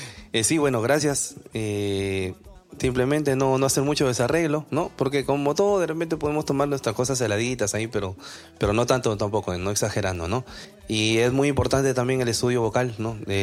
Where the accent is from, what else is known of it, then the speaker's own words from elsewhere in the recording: Chiclayo, Lambayeque, Peru; also born or lived in Trujillo; mi padre es de Trujillo, yo nací en Trujillo. Y de ahí, ni bien nací, me llevaron a Chiclayo. Toda mi vida la he hecho en Chiclayo, pero... mi nacimiento fue en Trujillo.